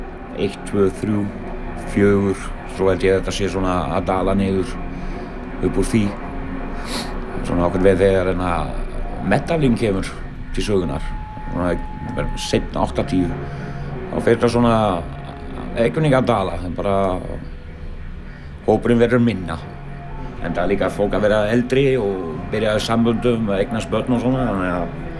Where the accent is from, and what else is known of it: Belgium; Icelandic is a second language; now in Iceland